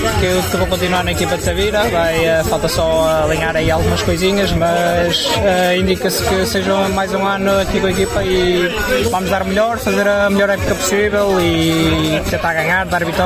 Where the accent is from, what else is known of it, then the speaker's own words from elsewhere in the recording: Penafiel, Porto, Portugal; o Sapo é um dos emblemas da Penafiel, que é a minha terra